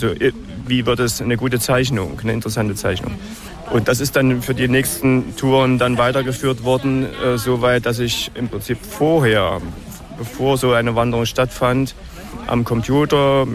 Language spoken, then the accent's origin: German; Thuringia, Germany; Hatte 2005 in meiner Heimat in Thüringen eine Straßenwanderung gemacht